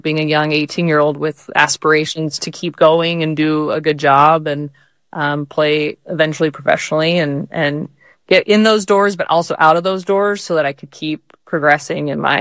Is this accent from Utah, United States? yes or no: yes; Salt Lake City, Utah, United States; just like I did growing up in Salt Lake too